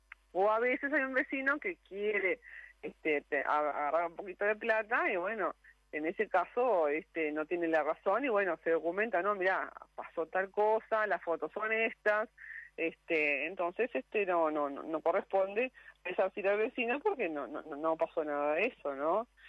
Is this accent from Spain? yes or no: no; Montevideo, Uruguay; born there; also born or lived in Tranqueras; yo soy nacida en Montevideo, uh-huh. Pero una época de mi adolescencia, yo no sé si te conté, Fabricio, yo vivía acá en Tranqueras, viví unos años en Tranqueras.